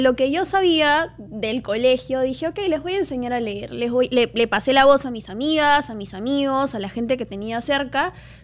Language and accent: Spanish; Peru; Soy la única peruana que va.